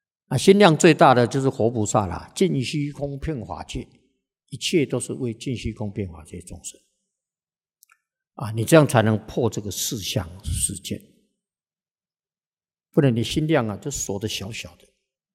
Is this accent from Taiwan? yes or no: yes; Taiwan; 去慈济他是为我们台湾人在修福啊，